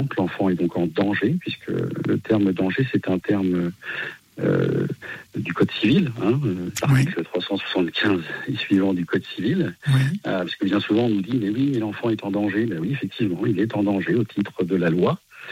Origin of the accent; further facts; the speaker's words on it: Pays de la Loire, France; Alors, je suis du Maine-et-Loire.